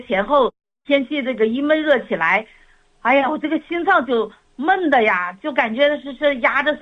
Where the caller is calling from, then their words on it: Northeast China, China; 我是东北人